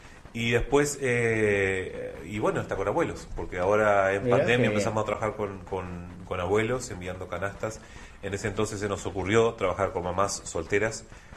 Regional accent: Puntas de Valentín, Salto, Uruguay; moved away as an adult; Yo soy oriundo de Puntas de Valentín, de la localidad de Puntas de Valentín. Fui al Liceo Rural de Valentín.

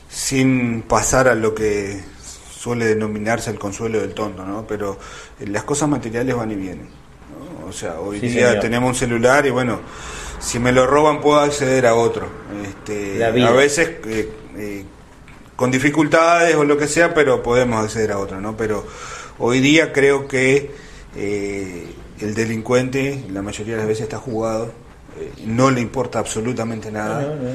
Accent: Salto, Uruguay; yo soy salteño.

